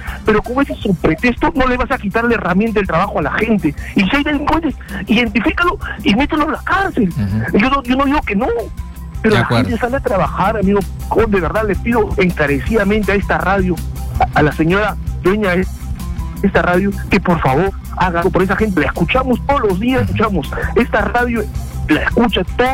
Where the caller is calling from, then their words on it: Lima, Peru; de Puente Piedra